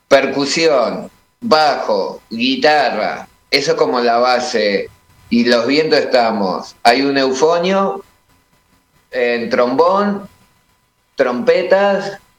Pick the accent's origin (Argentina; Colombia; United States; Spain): Argentina; Moreno, Buenos Aires Province; Somos de Moreno, como habíamos dicho, pero la mitad de la banda, algunos son de Hurlingham, hay de Caseros, ha habido gente hasta de Elviso en la banda, ¿viste?